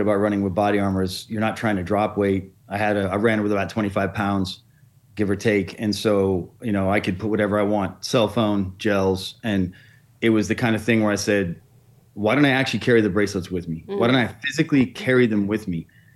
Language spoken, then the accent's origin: English; Westfield, New Jersey, United States; also born or lived in New York City; So I grew up in East New Jersey. I went to high school and you know, all my schooling was in Westfield.